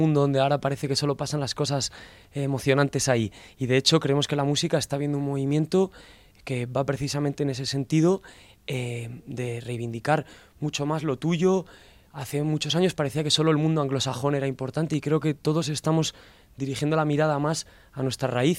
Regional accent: Burgos, Castile and León, Spain

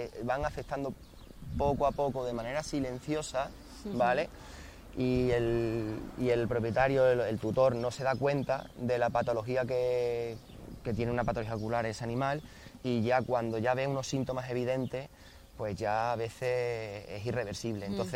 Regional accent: Cáceres, Extremadura, Spain; yo soy de Cáceres

